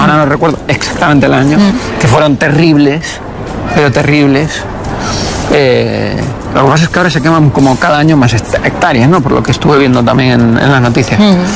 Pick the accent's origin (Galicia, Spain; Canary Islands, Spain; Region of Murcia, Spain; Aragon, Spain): Canary Islands, Spain; born there; Porque yo nací en Canarias, tú eres canario.